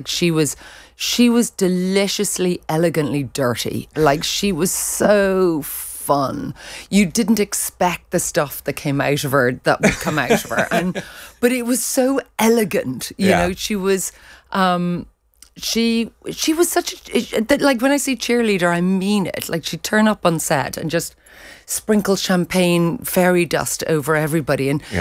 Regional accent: Ireland; now in England, United Kingdom; When we as an Irish family moved to Surrey in England...

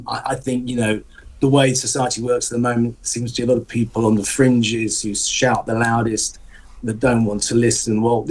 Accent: United Kingdom; That's part of being British as well, isn't it?

